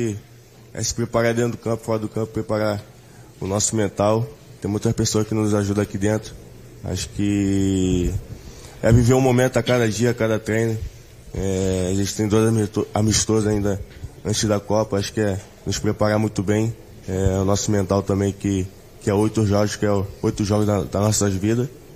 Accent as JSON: {"language": "Portuguese", "region": "Rio de Janeiro", "country": "Brazil", "tie": "born or raised there", "moved": "yes", "said": "a comunidade também, de onde cresci e vivi muito tempo."}